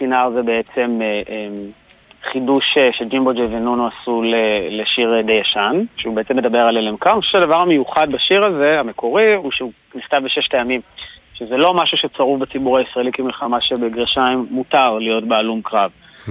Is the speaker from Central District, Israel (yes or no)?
no; Sderot, Southern District, Israel; קודם כל אני סדרות, אני גר בסדרות